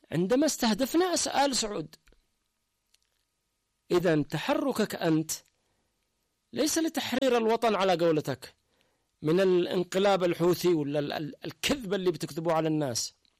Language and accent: Arabic; Yemen; احنا كلنا يمنيين